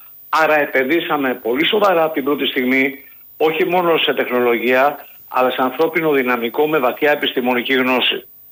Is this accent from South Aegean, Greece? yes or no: no; Corfu, Ionian Islands, Greece